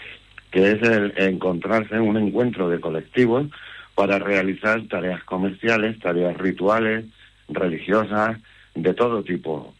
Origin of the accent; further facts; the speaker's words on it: Puertollano, Castilla-La Mancha, Spain; No, soy de Puerto Llano